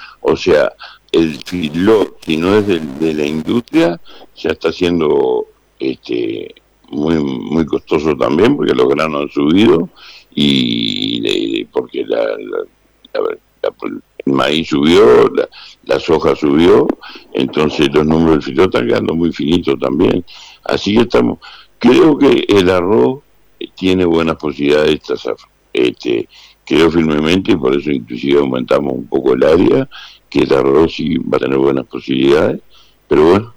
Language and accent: Spanish; San José, Uruguay; yo soy oriundo de San José